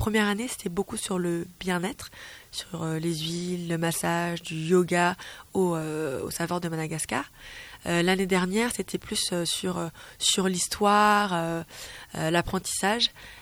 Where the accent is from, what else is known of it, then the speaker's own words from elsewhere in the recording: France; Moi, j'ai la double culture. Je suis née et j'ai grandi en France, mais mes deux parents sont malgaches.